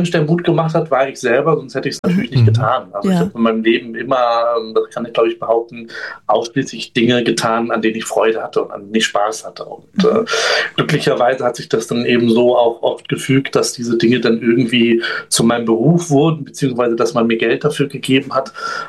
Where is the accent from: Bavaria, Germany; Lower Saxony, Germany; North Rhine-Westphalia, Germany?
Lower Saxony, Germany; Göttingen; ich bin in Göttingen geboren und aufgewachsen, eine relativ überschaubare Stadt im Süden Niedersachsens gelegen.